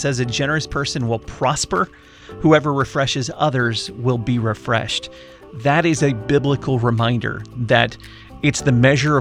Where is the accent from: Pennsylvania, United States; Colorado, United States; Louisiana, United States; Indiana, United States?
Louisiana, United States; New Orleans; You know, I love growing up in Southeast Louisiana, in New Orleans.